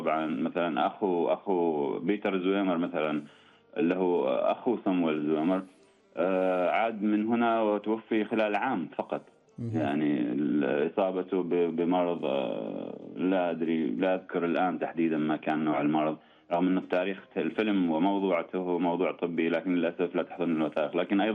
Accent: Oman; صدى هذه الخدمة وهذا المستشفى وخدماته في الذاكرة الراهنة والمعاصرة لنا كعمانيين وحتى للخليجيين

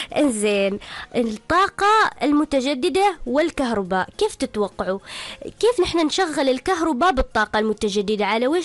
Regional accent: Oman; في بلادنا عمان

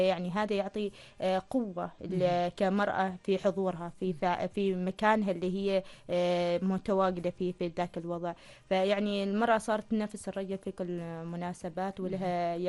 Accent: Oman; احنا كحكام عمانيين

